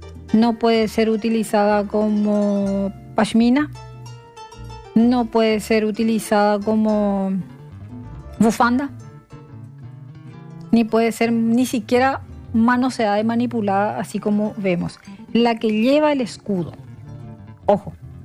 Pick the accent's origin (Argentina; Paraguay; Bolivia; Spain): Paraguay; como cada paraguayo sabemos